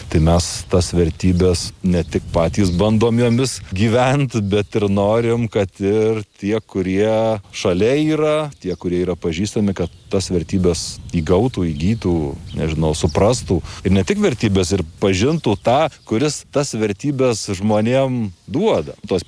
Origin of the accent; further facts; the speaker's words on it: Dzūkija, Lithuania; Juokauju, kad čia gyvena priedzūkiai, nes aš esu dzūkas, o kas prie manęs gyvena, tai jie yra prie manęs, tai priedzūkiai.